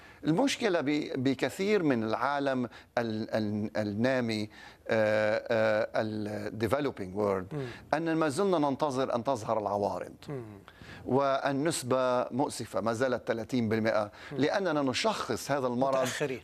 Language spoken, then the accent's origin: Arabic; Lebanon; وأنا يعني أدرك جيدا كلبناني